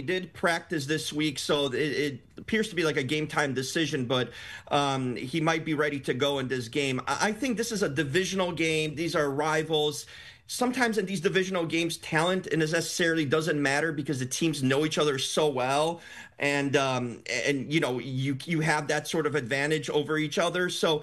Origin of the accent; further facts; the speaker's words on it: Chicago, Illinois, United States; I'm from Chicago.